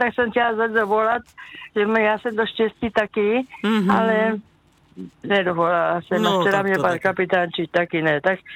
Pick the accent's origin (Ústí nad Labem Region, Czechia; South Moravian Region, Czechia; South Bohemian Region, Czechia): South Moravian Region, Czechia; Takže a já tady vlastně v té moje rodná vesnice, protože já jednak jsem tady byla zaměstnána nejprve, když jsem byla teda, jeli jsme školu v Brně, myslím, že kousek od Brna to máme